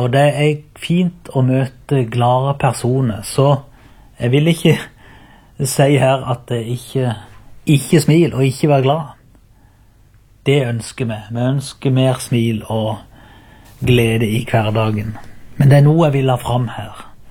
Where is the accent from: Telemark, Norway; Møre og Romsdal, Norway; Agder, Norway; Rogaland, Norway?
Agder, Norway; Byrmo